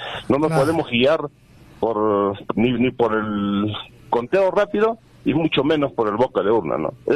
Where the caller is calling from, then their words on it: Juliaca, Puno, Peru; desde Juliaca.